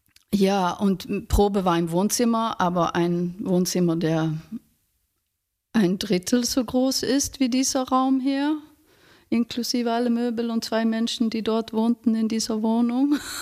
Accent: Sweden; also born or lived in Denmark / England; now in Germany; Ich bin Schwedin, genau.

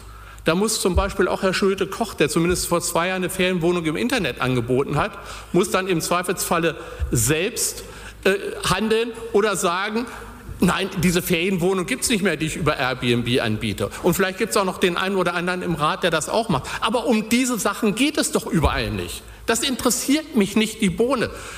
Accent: Hildesheim, Lower Saxony, Germany; Bei uns in Hildesheim ist doch das nicht das Problem

